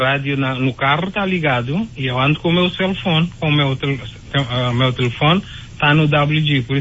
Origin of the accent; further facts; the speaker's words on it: São Nicolau, Cape Verde; now in Taunton, United States; Sou de São Nicolau.